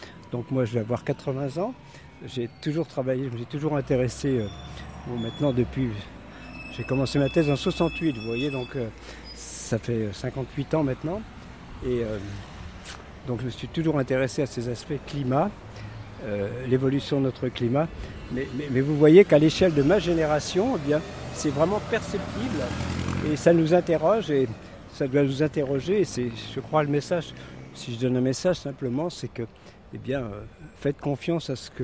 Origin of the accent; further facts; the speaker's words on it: Janzé, Brittany, France; Mes parents étaient agriculteurs, donc je suis né à Janzé, donc une ville qui à l'époque avait 4500 habitants, maintenant il y en a 9000.